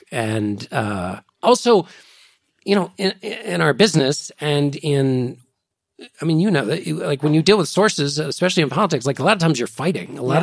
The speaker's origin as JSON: {"language": "English", "town": "Washington", "region": "District of Columbia", "country": "United States", "said": "Well, I'm from Washington, D.C. There are no horses, only asses."}